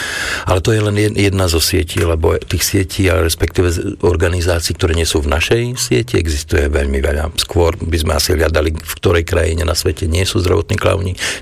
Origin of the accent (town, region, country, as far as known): Hradec Králové, Hradec Králové Region, Czechia; born or raised there; now in Slovakia